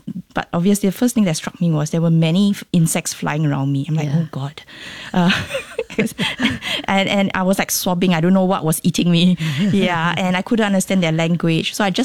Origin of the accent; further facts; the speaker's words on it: Singapore; I mean, being Singaporean, I'm like, okay, this is unusual